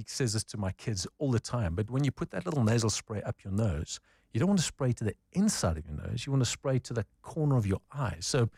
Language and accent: English; Pretoria, Gauteng, South Africa; I know, I grew up in Pretoria, man, and jacarandas always meant I got to study now and exams are coming.